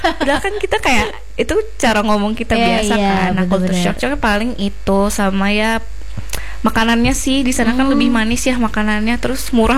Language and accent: Indonesian; Palangkaraya, Central Kalimantan, Indonesia; moved away as an adult; also born or lived in Semarang; Aku aslinya dari Palangkaraya.